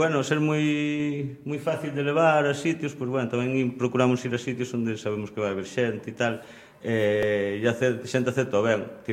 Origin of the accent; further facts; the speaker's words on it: Galicia, Spain; Son labrego, son da Terra Chá, e non uso calcetís de lá tampouco.